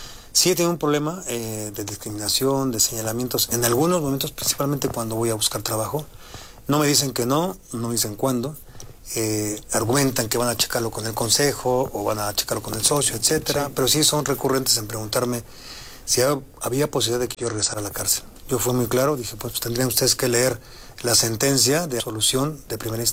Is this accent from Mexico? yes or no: yes; Mexico; y lo digo lleno de orgullo, pues soy mexicano. Yo me subo al metro, yo me subo a los peceros, yo camino por la calle de mi casa, yo no me escondo.